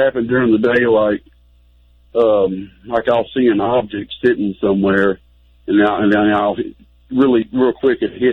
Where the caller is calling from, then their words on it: Georgia, United States; in Georgia.